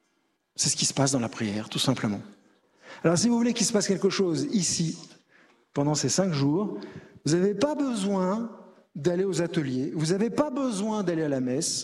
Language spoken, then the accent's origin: French; Paris, Île-de-France, France; je suis parisien